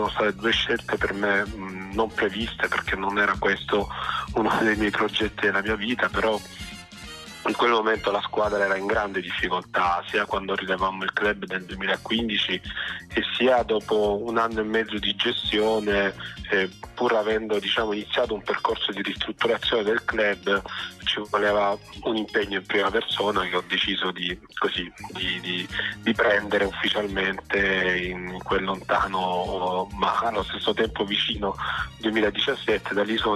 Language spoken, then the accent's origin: Italian; Apulia, Italy